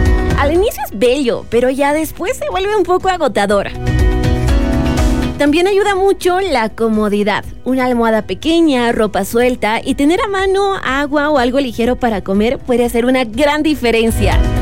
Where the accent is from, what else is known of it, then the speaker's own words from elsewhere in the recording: Bolivia; para los que somos de Bolivia